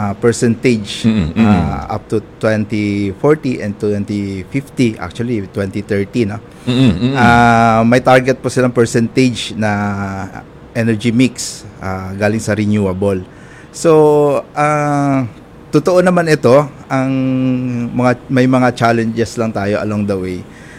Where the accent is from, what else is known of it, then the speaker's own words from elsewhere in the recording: Meycauayan, Central Luzon, Philippines; taga Maykawayan po ako.